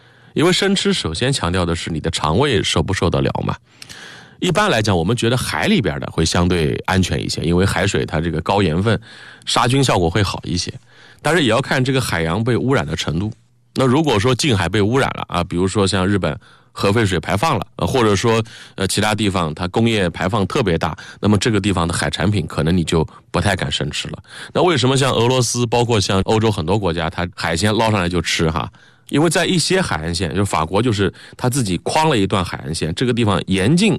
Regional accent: Gaoyou, Jiangsu, China; 首先我的家乡高邮湖那边

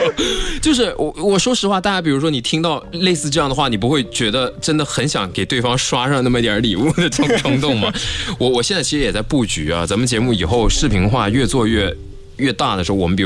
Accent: Guangzhou, Guangdong, China; 我从小在广州出生，广州长大

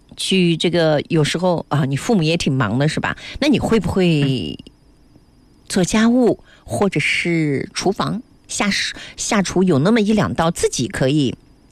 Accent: northern China, China; 而且我也是北方人

